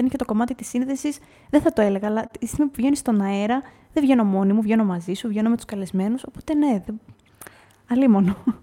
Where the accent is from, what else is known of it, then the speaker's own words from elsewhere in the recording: Trikala, Thessaly, Greece; also born or lived in Crete; Δηλαδή, είναι οι καταγωγές μου σίγουρα από τα Τρίκαλα και από την Κρήτη, από τα Τρίκαλα Θεσσαλίας, το χωριό μου, και από την Κρήτη.